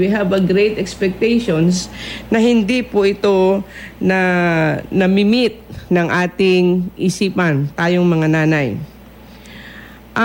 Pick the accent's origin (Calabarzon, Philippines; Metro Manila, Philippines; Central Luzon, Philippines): Central Luzon, Philippines; Bulacan; sa amin sa Bulacan